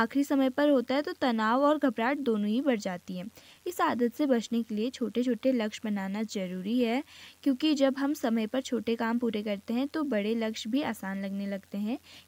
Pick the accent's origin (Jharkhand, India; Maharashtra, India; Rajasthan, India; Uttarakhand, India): Uttarakhand, India; Almora; और मैं यही अल्मोड़ा की मूल निवासी हूँ।